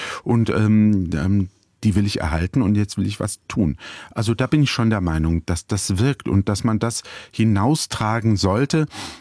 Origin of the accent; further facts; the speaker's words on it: Butzbach, Hesse, Germany; Ja, auch bei uns in Putzbach, wo ich zu Hause bin, in meiner Heimatstadt